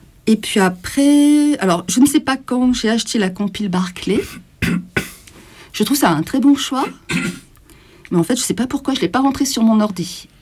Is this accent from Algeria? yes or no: no; Provence-Alpes-Côte d'Azur, France; also born or lived in Marseille / Paris; je suis originaire de la Provence, donc je suis allée faire mes études à Marseille, et j'ai travaillé aussi là-bas au départ. Après, je suis venue sur Paris, et je suis repartie à Marseille.